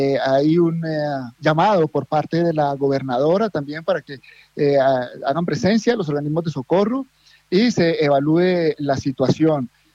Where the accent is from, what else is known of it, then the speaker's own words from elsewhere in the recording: Colombia; Yo creo que como varios colombianos nos estábamos alistando para salir a trabajar.